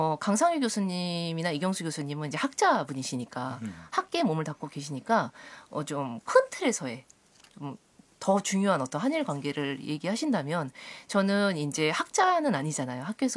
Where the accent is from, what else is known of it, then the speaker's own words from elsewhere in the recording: South Korea; 한국에서 왔고요.